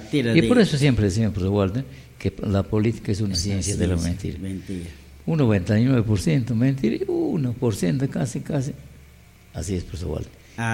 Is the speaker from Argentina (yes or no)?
no; Peru